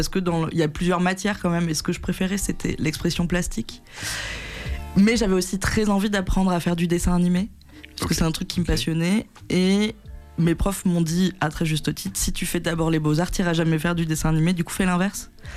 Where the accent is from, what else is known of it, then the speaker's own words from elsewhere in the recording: Brézins, Auvergne-Rhône-Alpes, France; also born or lived in Voiron; Non, moi, je suis née à Voiron, j'ai grandi. J'étais à l'école primaire de mon village à Brezin.